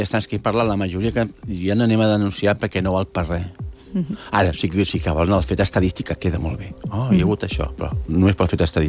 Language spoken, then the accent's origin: Catalan; Catalonia, Spain; I jo, perfecte, m'he dit, igual, jo soc catalana.